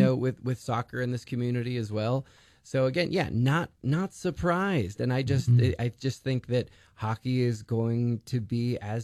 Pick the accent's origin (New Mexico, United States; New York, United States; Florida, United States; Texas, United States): New Mexico, United States; Rio Rancho; I grew up in Rio Rancho, drove all that way to go see Dukes games several times a year.